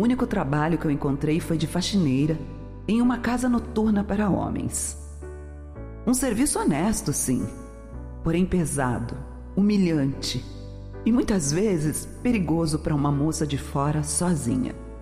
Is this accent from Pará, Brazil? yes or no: yes; Belém, Pará, Brazil; born there; now in São Paulo, Brazil; hoje eu estou aqui pra te contar a minha história. Nasci em Belém, mas a minha família toda vive em uma comunidade ribeirinha, são muito humildes e eu fui a única que tive coragem de sair de lá.